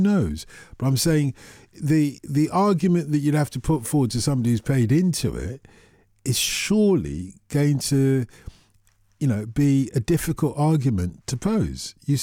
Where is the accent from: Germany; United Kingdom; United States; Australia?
United Kingdom